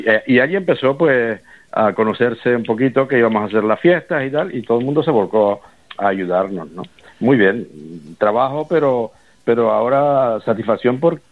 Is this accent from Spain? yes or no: yes; Canary Islands, Spain; tú bien sabes que yo soy de los llanos, no soy de la Montañeta.